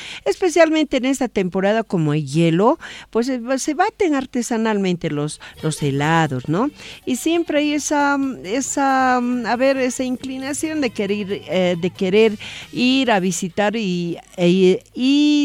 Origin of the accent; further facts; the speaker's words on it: Bolivia; patria que nos vio nacer, a ver, que todos como bolivianos estamos orgullosos